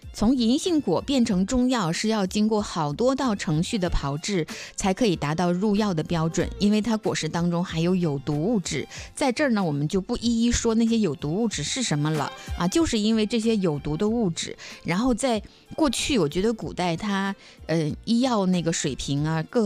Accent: Dalian, Liaoning, China; 我小的时候在大连，

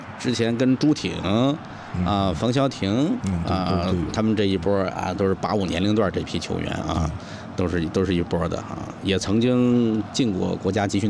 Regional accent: Dalian, Liaoning, China; 都能够看到我们大连人啊，

